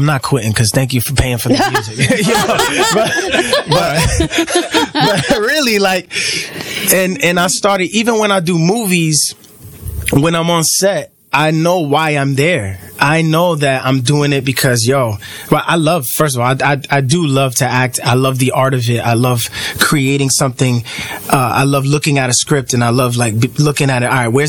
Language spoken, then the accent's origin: English; New York, United States; born there; I'm from New York, so like, I grew up listening to all of these artists